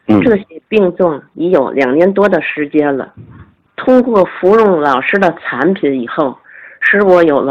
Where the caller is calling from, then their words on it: Tianjin, China; 我来自天津市西青区的一名学员